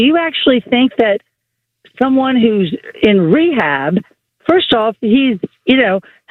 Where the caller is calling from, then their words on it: Baltimore, Maryland, United States; I'm calling from Ravens Nation in Baltimore.